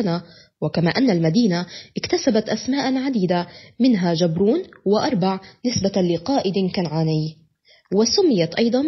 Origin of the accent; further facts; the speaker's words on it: Palestine; accent: Palestinian; وزي ما بحكوها بلهجتنا الفلسطينية